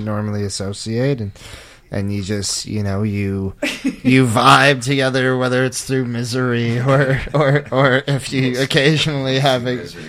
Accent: Ontario, Canada; We're also both from Ontario.

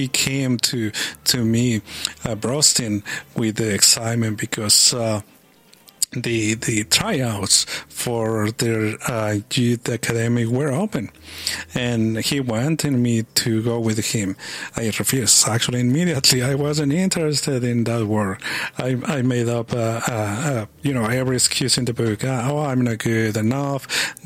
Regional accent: Mexico; Growing up in Mexico, soccer didn't happen in a stadium. It happened on the street with the neighbor kids.

